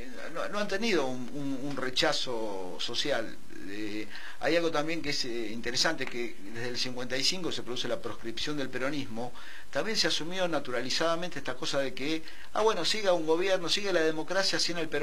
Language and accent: Spanish; Quilmes, Buenos Aires Province, Argentina; tengo una mirada quilmescéntrica, porque soy de Quilmes Este